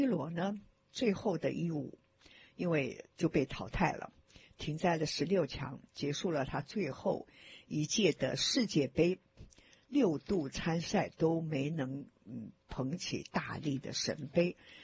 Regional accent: China; 我们中国人说的水火无情那真的是一件让人家感觉到特别不舒服的一件事情

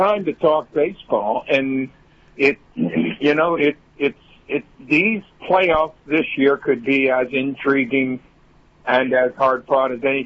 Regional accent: Baltimore, Maryland, United States; I played against him in the 1969 World Series against my hometown Baltimore Orioles.

